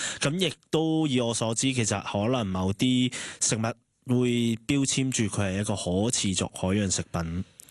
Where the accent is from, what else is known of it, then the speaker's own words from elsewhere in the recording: Hong Kong; 我哋香港人食鱼系基本上